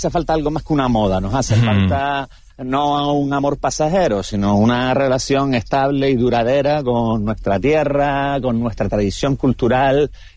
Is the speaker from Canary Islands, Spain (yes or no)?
yes; Canary Islands, Spain; contenidos canarios, de nuestro dialecto, de nuestra historia, de nuestro, en fin, nuestro sistema político, económico, fiscal y demás